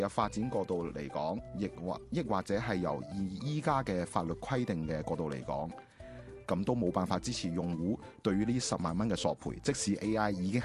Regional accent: Guangdong, China; 即系我哋广东人讲嘅老作。

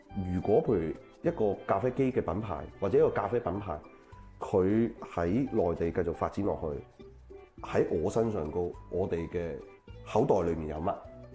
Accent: China; 其實呢句嘢咧係呢個品牌轉到落我哋中國人手上之後

